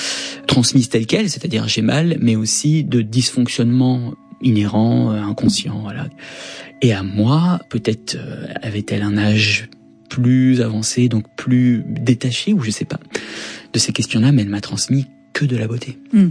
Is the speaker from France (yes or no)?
yes; France; born there; moi je suis né en France. J'ai été, je pense, plus proche du Liban pendant une bonne partie de ma vie, parce que j'y allais déjà régulièrement